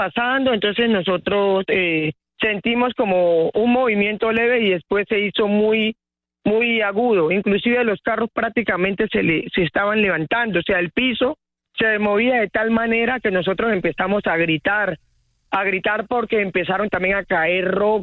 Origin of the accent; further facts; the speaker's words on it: Buenaventura, Valle del Cauca, Colombia; soy de Buenaventura, me dirigía para la ciudad de Cali a una cita médica